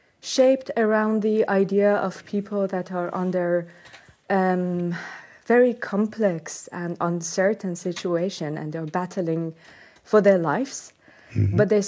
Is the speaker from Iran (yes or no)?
yes; Iran; English is a second language; now in Netherlands; resonates with me personally and resonates with people in Gaza and people in Lebanon and people in Iran, my home country.